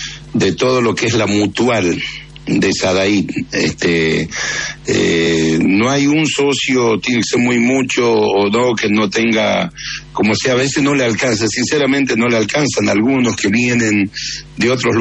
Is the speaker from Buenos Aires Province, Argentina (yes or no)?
no; Chaco, Argentina; born there; moved away; vengo del Chaco, vos sabés que yo armé una cancha de fútbol allá donde yo nací, donde era el cerco de mi mamá